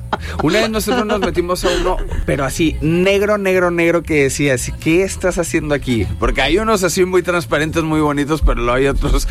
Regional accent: Mexico

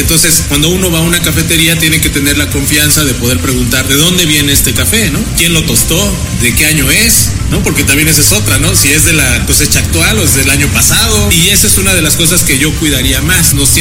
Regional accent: State of Mexico, Mexico; maestro tostador de la casa productora Simut Café y soy orgullosamente mexiquense.

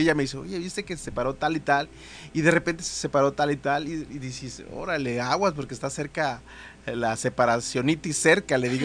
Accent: Acapulco, Guerrero, Mexico; born there; Yo nací aquí en Acapulco

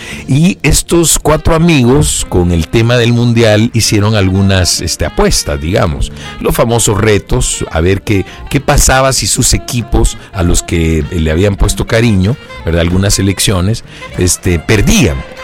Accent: El Salvador; en donde habitamos un poquito más de 6 millones de salvadoreños.

